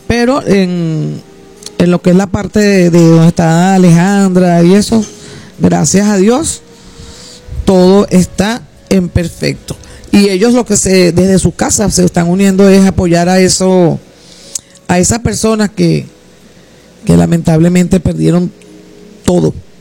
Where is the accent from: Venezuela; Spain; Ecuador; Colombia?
Venezuela; somos venezolanos